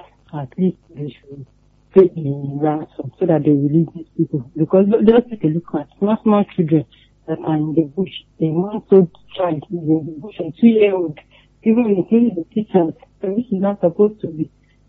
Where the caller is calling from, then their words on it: Osun, Nigeria; from Osun.